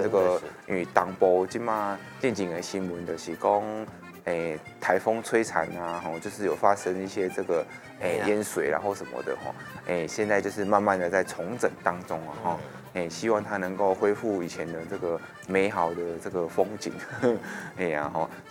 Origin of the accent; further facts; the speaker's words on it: Chiayi, Taiwan; now in Taichung area, Taiwan; 不然就是回老家是嘉义嘛